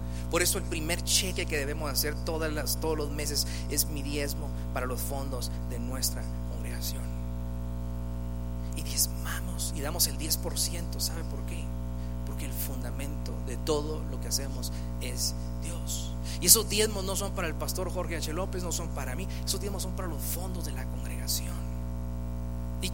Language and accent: Spanish; Guatemala; En nuestra cultura, en Guatemala